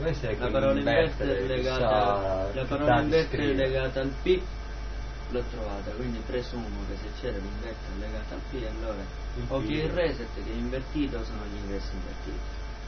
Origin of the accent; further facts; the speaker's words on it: Bronte, Sicily, Italy; Io sono di Bronte, originale.